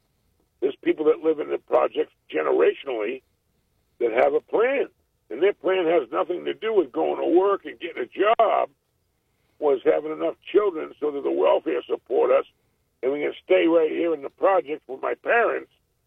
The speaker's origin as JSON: {"language": "English", "country": "United States", "said": "not to mention the fact I'm Native American, so..."}